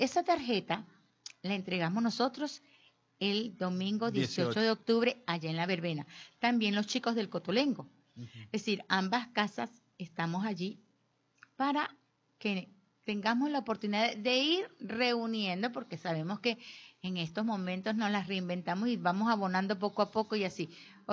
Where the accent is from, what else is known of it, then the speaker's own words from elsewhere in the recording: Barquisimeto, Lara, Venezuela; salimos desde Lonín por las principales calles de Barquisimeto, haciendo ruido con ellos, con música, lanzando caramelo. También necesitamos caramelo para lanzar. Necesitamos carro, necesitamos gente, pitos, todo, para decir, hey, existimos, aquí estamos, somos barquisimetanos.